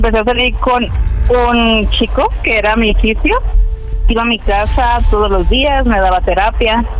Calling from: Guadalajara, Jalisco, Mexico; 32 y soy de Guadalajara.

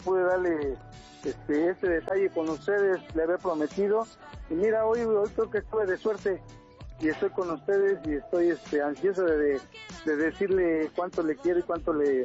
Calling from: Mexico City, Mexico; ahorita me encuentro acá en la Miguel Hidalgo, aquí en Tacuba.

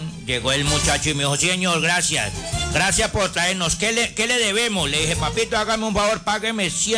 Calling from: Saldaña, Tolima, Colombia; Soy de Saldaña

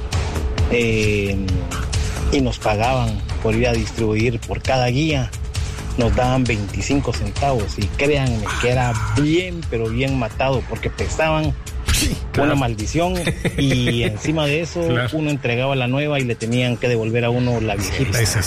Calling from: San Lucas, Guatemala; Bueno, ando de visita. Sácate, porque en realidad soy de San Lucas.

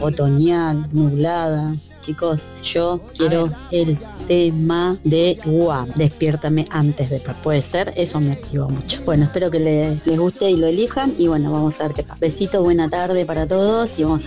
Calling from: José Mármol, Buenos Aires Province, Argentina; de Mármol acá.

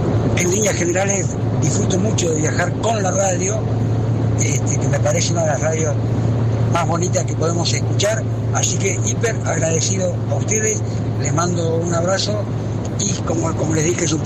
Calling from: La Plata, Buenos Aires Province, Argentina; de La Plata

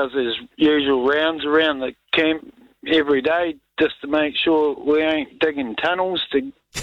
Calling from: Picton, Marlborough, New Zealand

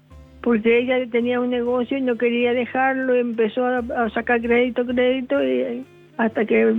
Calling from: Formosa, Argentina; De Formosa te llamo

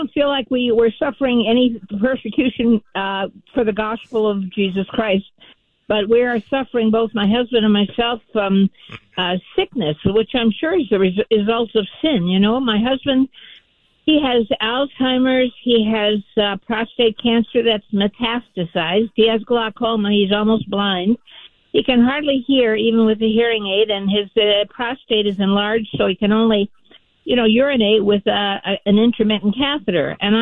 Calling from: Burbank, California, United States; I'm from Burbank, right?

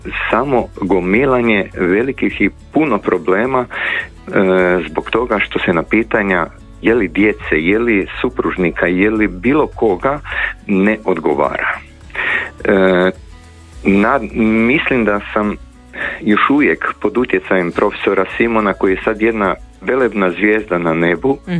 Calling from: Zagreb, City of Zagreb, Croatia; Ja sam iz Zagreba, Špansko trenutno lokacija. Učenik sam bio generacije 74. 78. druge ekonomske škole koja je bila u tada na lokaciji Klajićeva broj 7

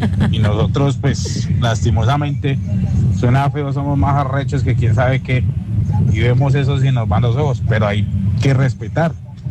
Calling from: Bogotá, Colombia; nosotros los rolos

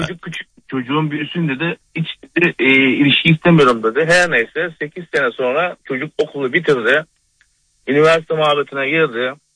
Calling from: Tekirdağ, Turkey; Tekirdağ'dan arıyorum.

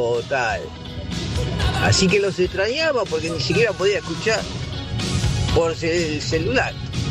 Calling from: Floresta, Buenos Aires, Argentina; Buenos días, Caro

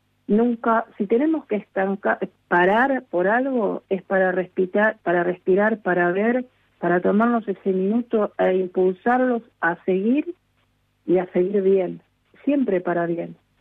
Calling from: Lomas de Zamora, Buenos Aires Province, Argentina; Yo vivo de Temperley, una estación más, Loma de Zamora, son 3 minutos.

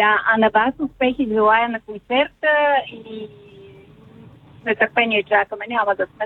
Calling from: Sofia, Sofia City, Bulgaria; в София съм и пътувам към морето.

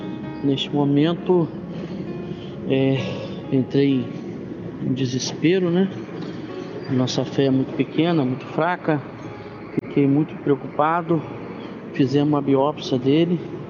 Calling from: Duas Barras, Rio de Janeiro, Brazil; eu sou aqui de Duas Barras, interior do Rio de Janeiro.

